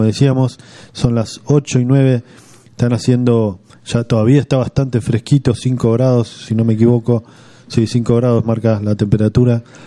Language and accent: Spanish; Argentina; nosotros como argentinos